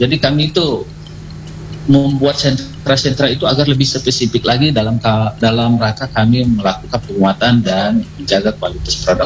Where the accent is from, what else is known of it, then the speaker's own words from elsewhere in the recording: Bandar Lampung, Lampung, Indonesia; kita juga bangga sebagai orang Lampung, orang Bandar Lampung